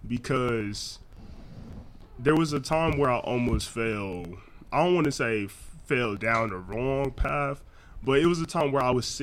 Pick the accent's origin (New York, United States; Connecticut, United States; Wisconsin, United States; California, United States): Wisconsin, United States; Milwaukee; You know, growing up in Milwaukee and stuff like that, it most definitely opened up your mind to a lot of the things that happen in the world